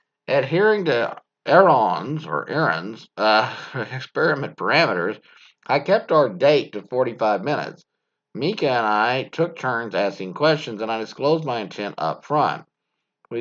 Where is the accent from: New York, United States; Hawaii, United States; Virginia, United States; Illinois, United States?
Hawaii, United States; born there; I was born in Hawaii, a Chinese-American mom and a Caucasian dad. Later ping-ponging between cities and foreign assignments, including a stint covering exotic foods in Shanghai.